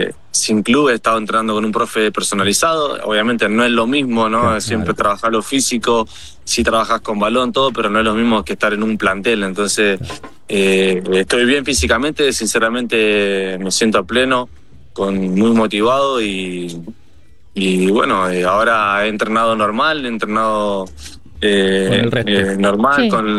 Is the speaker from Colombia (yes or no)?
no; Mendoza, Argentina; Yo soy mendocino